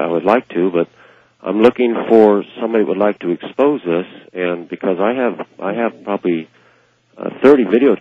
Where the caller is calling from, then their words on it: Nevada, United States; from Nevada.